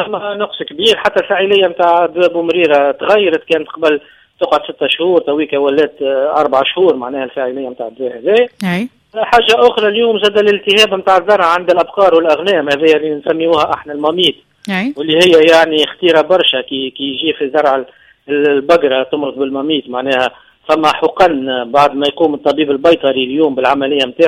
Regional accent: Tunisia; القطيع نتاعنا في تونس.

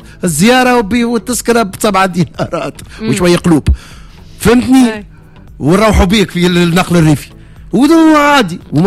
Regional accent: Tunisia; احنا عندنا في تونس

